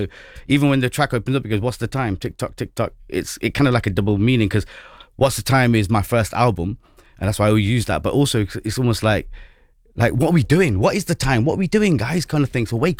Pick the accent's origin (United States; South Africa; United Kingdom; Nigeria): United Kingdom; I'm a British Asian rapper